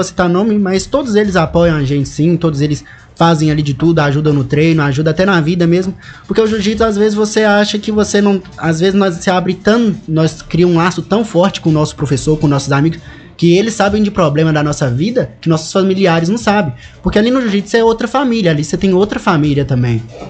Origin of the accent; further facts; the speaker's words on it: Cava Grande, Brazil; Sou de Cava Grande